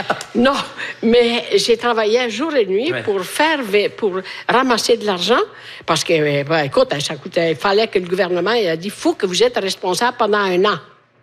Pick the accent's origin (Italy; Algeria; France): Italy; French is a second language; Chez nous, en Italie, il fait chaud.